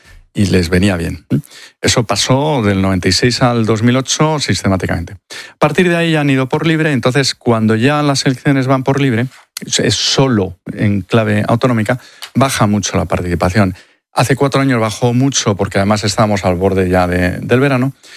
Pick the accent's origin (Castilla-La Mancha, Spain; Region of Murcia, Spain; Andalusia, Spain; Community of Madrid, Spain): Andalusia, Spain; Y ya que soy andaluz, oye, lo aprovecho.